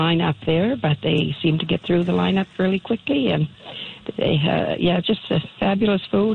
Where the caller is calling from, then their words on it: Nova Scotia, Canada; I'm calling from Lacaitre, Nova Scotia.